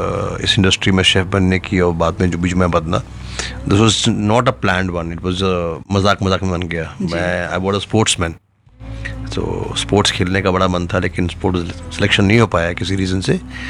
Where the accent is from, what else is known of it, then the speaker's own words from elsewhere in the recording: Bihar, India; मैं तो बिहार से हूँ.